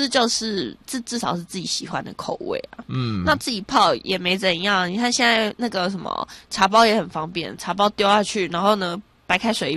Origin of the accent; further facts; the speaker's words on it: Taiwan; 其实又是我们台湾人非常非常。日常生活当中的一个陪伴啦